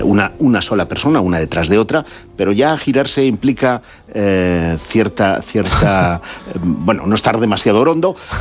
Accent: Terrassa, Catalonia, Spain; En mi ciudad de origen, en Tarrasa, está uno de los conjuntos monumentales románicos más importantes de todo el país.

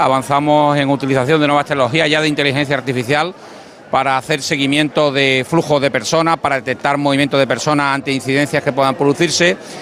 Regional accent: Jerez de la Frontera, Andalusia, Spain; Bueno, claro, yo soy hermano de Jerez, soy jerezano.

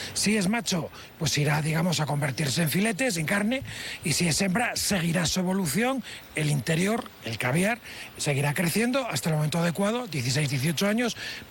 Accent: Lugo, Galicia, Spain; now in Granada, Spain; Los que somos del norte, yo soy de Lugo

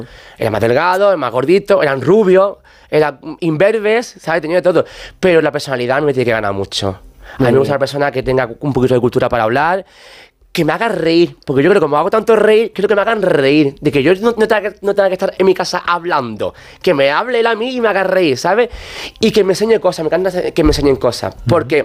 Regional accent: Andalusia, Spain; Yo el mundo de la Semana Santa no me gusta. Siendo andaluz no me gusta.

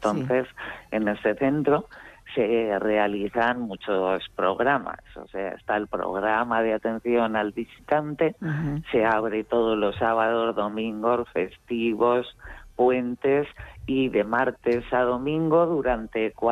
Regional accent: Sariñena, Aragon, Spain; Y nada, soy de aquí de Sariñena

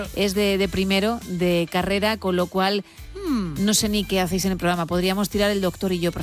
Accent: Madrid, Community of Madrid, Spain; yo también soy de Madrid, pero no me tiran nada de nada.

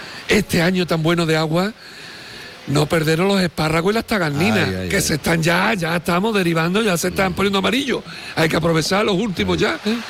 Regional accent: Andalusia, Spain; en Andalucía tenemos la suerte de tener traje de gitana

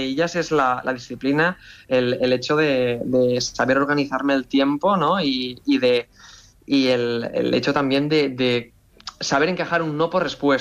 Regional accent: Tavernes de la Valldigna, Valencian Community, Spain; yo todo lo que escribía estaba ambientado en Tavernes de la Betigna, mi pueblo de Valencia

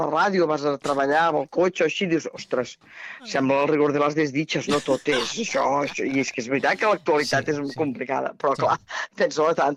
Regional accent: Terrassa, Catalonia, Spain; Jo sóc de Terrassa

